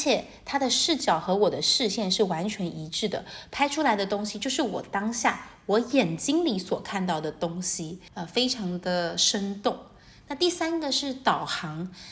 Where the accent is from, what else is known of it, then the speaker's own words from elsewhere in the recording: Taiwan; now in Hangzhou, China; 我是来自宝岛台湾，现在杭州的